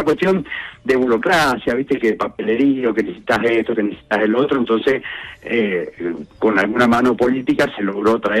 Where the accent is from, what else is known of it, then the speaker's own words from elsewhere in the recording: Carmensa, Mendoza, Argentina; accent: Mendoza; Soy nacido y creo que voy a terminar acá mi día en Carmenza.